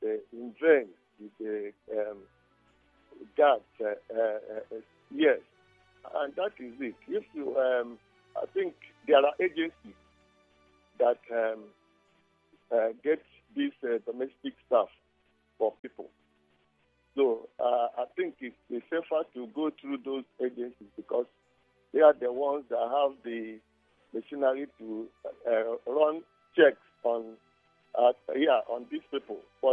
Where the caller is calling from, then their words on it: Nigeria; I'm calling you from Igbo State.